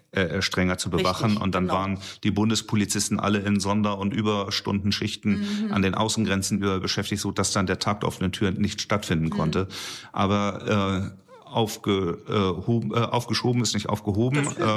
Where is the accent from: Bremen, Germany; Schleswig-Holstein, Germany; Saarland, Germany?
Schleswig-Holstein, Germany; Ratzeburg; dann wird man das bei uns in Ratzeburg im Burgtheater sehen können.